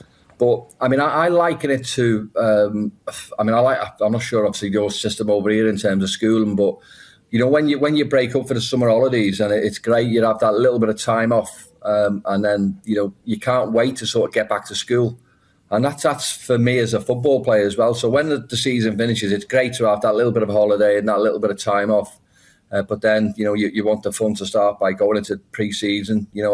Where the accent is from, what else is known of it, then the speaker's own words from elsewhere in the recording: Liverpool, North West England, United Kingdom; I'm from Liverpool, home of ….